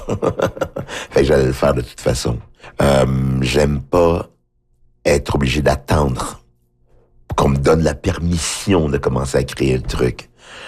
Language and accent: French; Haiti; Je dis « Oui, je viens d'Haïti, mais je suis en Haïti, mais qu'est-ce que ça veut dire? C'est quoi? C'est quoi Haïti? »